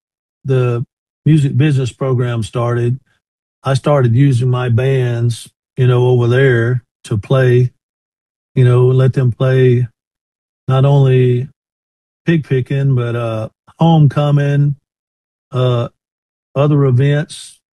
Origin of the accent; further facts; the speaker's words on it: Mississippi, United States; One of my earliest memories is being at my grandmother's. Anybody that went to the Monte Cristo in Grenada back in the 60s and 70s